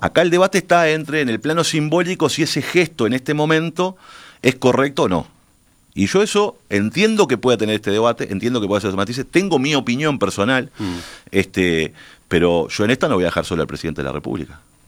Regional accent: Uruguay; somos un país de 3 millones de habitantes

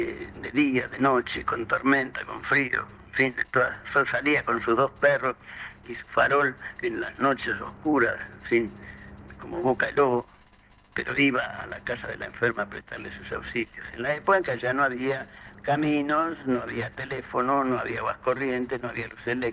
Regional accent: Montevideo, Uruguay; Yo nací en lo que hoy es Camigo, Avenida Casabal. Mismo, casi contiguo a la vieja cancha de Peñarol.

